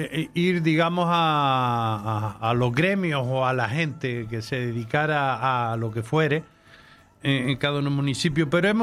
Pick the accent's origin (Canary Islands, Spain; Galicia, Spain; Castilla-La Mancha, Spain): Canary Islands, Spain; somos gente que somos de Galdar, de Las Palmas, de Telde, de Valsequillo, de Aruca.